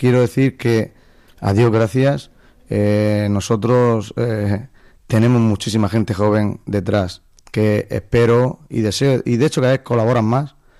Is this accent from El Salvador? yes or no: no; Orihuela, Valencian Community, Spain; yo soy del Rabaloche, ¿eh? Y como rabalochero que soy, pues me gustan las cosas de Orihuela.